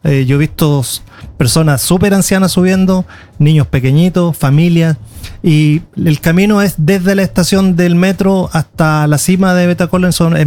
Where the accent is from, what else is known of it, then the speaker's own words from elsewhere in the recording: Chile; now in Iceland; personas como yo que me fui desde Chile a Islandia, donde no hablan mi idioma. Entonces yo tuve la oportunidad de en casa seguir hablando español tal cual como yo lo hablaba en Chile